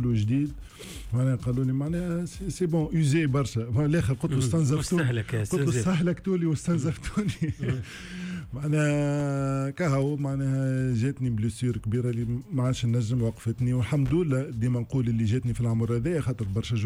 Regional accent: Tunisia

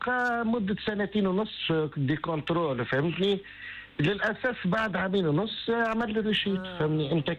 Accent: Enfidha, Sousse Governorate, Tunisia; أنا أصيل نفيذة ولاية سوسة.

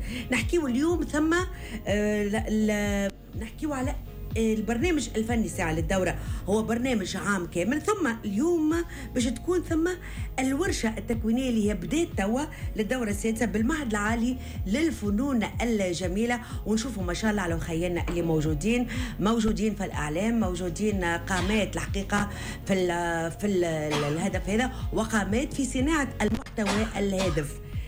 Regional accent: Tunisia

